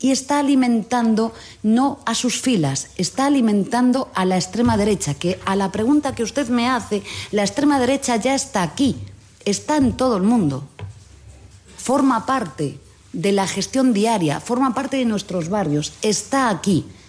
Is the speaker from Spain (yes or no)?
yes; Galicia, Spain; Y yo soy gallega.